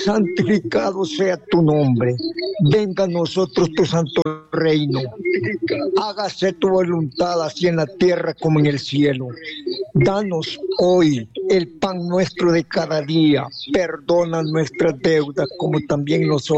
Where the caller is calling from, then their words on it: Juticalpa, Olancho, Honduras; De aquí, de Juticalpa, una aldea de Galope